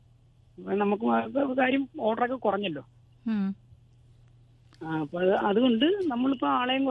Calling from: Cherthala, Kerala, India; Cherthala കളവങ്കോടത്തുനിന്ന്

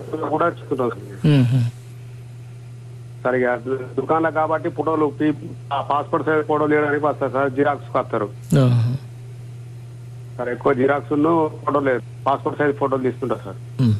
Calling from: Chirlavancha, Telangana, India; మాది రాజన్న, సిరిసిల్ల జిల్లా వేములవాడ మండలం చీర్లవంచ గ్రామం నుండి.

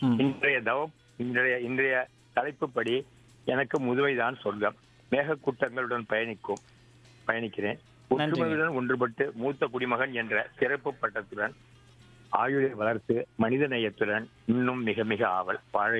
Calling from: Punnainallur, Tamil Nadu, India; தஞ்சாவூர் மாவட்டம் புன்னைநல்லூர் மாரியம்மன் கோயில்

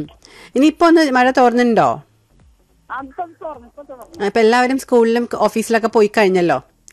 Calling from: Aluva, Kerala, India; U C college Aluva.

